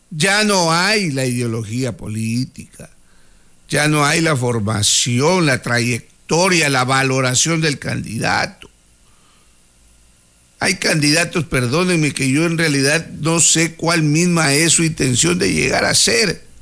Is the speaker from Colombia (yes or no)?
no; Ecuador; Así somos los ecuatorianos.